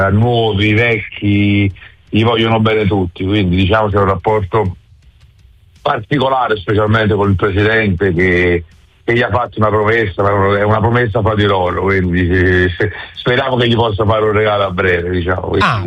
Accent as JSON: {"language": "Italian", "town": "Naples", "region": "Campania", "country": "Italy"}